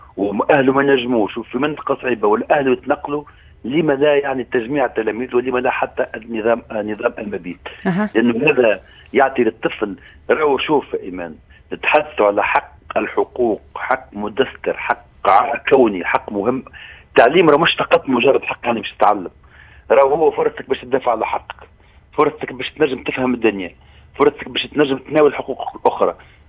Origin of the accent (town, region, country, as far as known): Tunisia